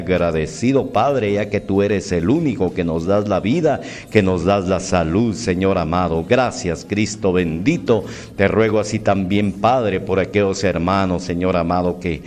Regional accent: Guatemala

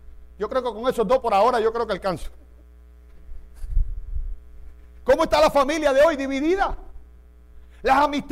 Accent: Cuba; moved away; nosotros decimos, en Cuba le decimos a veces la guataca también

